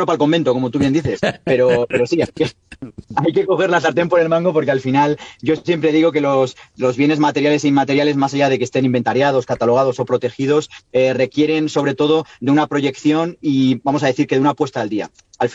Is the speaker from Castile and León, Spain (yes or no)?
yes; Castile and León, Spain